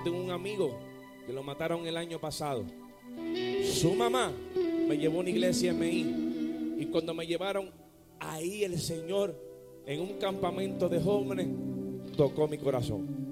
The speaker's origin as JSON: {"language": "Spanish", "town": "Carolina", "country": "Puerto Rico", "tie": "born or raised there", "said": "Por eso es que cuando yo me crié en Carolina, a mí me dijeron que cuando yo tuviera, mi vida iba a cambiar."}